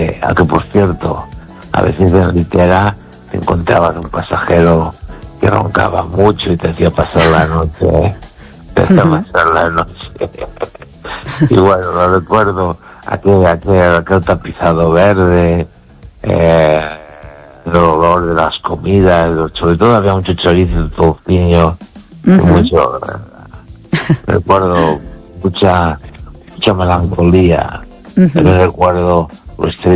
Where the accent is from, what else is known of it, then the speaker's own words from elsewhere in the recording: Galicia, Spain; Y mi pueblo está a unos 9 kilómetros o 8 de los Peares. En la base de la montaña.